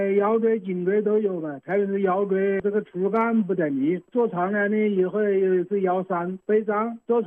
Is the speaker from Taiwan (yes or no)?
no; Wuhan, Hubei, China; 我老家是黄陂政府机关的